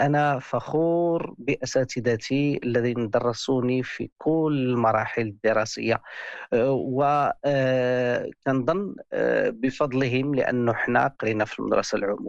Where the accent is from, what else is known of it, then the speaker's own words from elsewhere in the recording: Morocco; بأننا نحن المغاربة